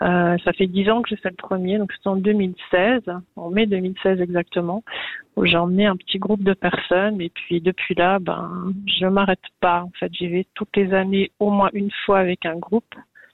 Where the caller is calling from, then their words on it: Switzerland; Je suis de retour en Suisse.